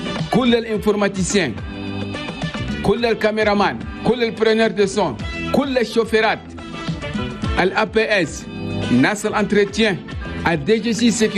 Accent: Chad; أنا بلدنا تشاد والقاعدين برا من تشاد نقول لكم مبروك العيد

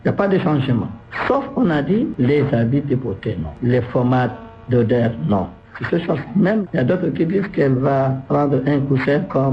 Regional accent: Chad

